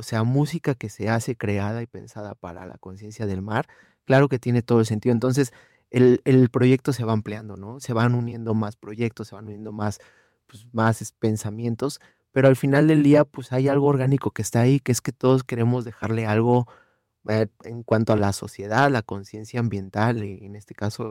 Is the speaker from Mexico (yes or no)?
yes; Mexico; Yo no vivo allá, yo soy de aquí de México